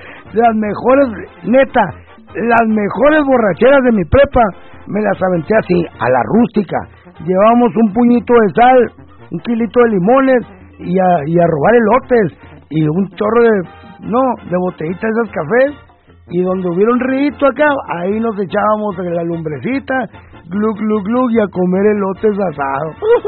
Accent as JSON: {"language": "Spanish", "town": "Ciudad Obregón", "region": "Sonora", "country": "Mexico", "tie": "born or raised there", "moved": "yes", "said": "yo vivía de morro en Obregón. Obregón está rodeado de siembras, parcelas"}